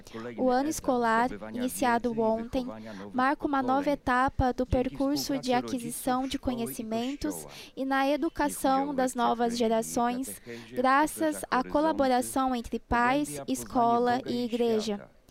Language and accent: Portuguese; Tremembé, São Paulo, Brazil; Eu sou do interior de São Paulo, Tremembé, Vale do Paraíba.